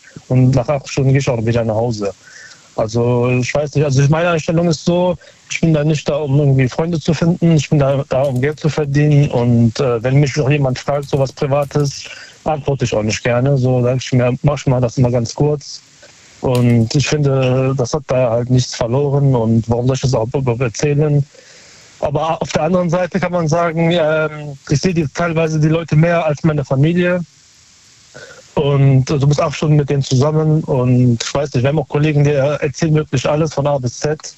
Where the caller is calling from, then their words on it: North Rhine-Westphalia, Germany; Aus Nähe Köln.